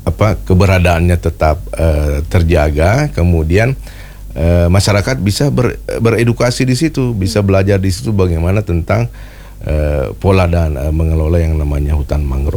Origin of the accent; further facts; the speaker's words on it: South Sulawesi, Indonesia; sebagai warga Bone.